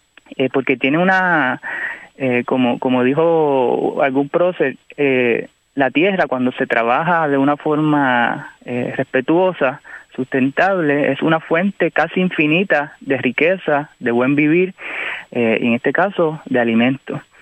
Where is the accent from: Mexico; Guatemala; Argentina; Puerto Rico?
Puerto Rico; Toa Alta; yo soy un joven de Toalta, un joven todavía, de Toalta, criado, nacido en Toalta, en la escuela pública